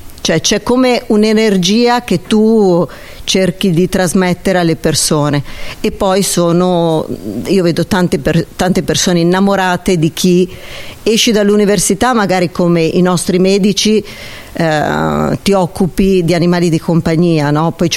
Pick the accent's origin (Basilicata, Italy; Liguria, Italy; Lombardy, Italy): Lombardy, Italy; Cremona